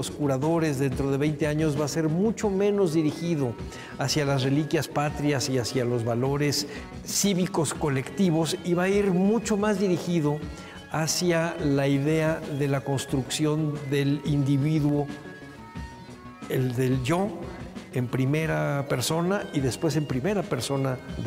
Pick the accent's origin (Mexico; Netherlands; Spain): Mexico